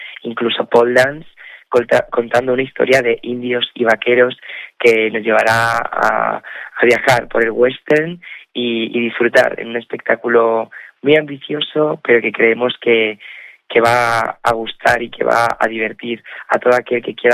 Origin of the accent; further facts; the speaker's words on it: Albacete, Castilla-La Mancha, Spain